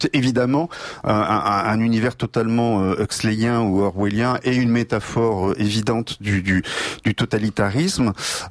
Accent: Normandy, France; Je le dis d'autant plus gentil que je suis normand moi-même.

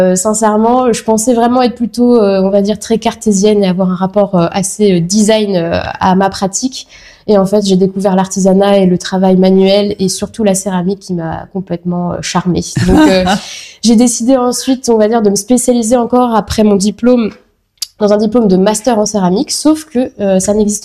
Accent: Coulommiers, Île-de-France, France; born or raised there

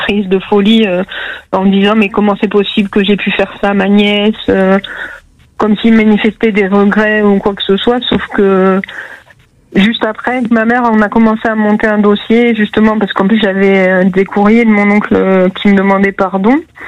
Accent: Agen, Nouvelle-Aquitaine, France; Alors moi je suis d'Agen, mais j'ai la chance de pouvoir aller depuis quelques temps à Bordeaux, à Toulouse, je vais à La Rochelle en juillet

